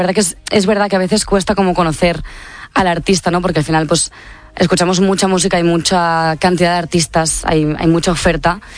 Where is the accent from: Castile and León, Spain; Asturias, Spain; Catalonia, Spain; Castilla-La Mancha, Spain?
Catalonia, Spain; Tiana; Yo soy de Barcelona, bueno, de Tiana, en realidad, de un pueblo de alrededores, del Maresma.